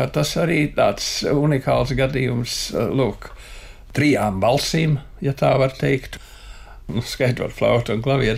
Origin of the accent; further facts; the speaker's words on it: Riga, Vidzeme, Latvia; Es esmu vidzemnieks, rīdzinieks, tātad vidzemnieks trijās paaudzēs, jau trešajā paaudzē.